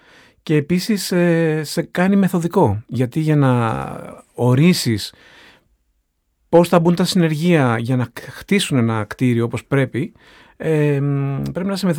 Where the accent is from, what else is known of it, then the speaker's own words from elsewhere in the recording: Athens, Attica, Greece; Γεννήθηκα και μεγάλωσα στην Αθήνα, στο Παγκράτη